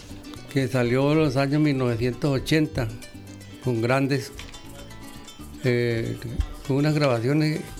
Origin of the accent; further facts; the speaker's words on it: Colombia; sintiendo mucho como colombiano el terremoto